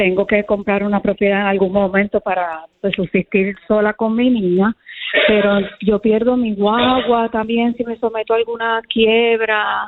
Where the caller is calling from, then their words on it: Gurabo, Puerto Rico; yo vivo en Gurabo, Caguas.